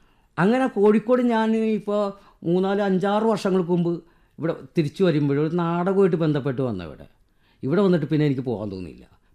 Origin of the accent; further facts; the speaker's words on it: Kerala, India; നിങ്ങളെവിടെ നിന്ന് വരുന്നു? നമ്മൾ കേരള.